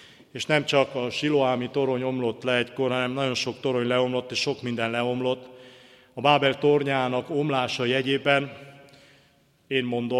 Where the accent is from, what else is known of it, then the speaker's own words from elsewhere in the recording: Hungary; mint magyarok úgy őrizzük a monda világot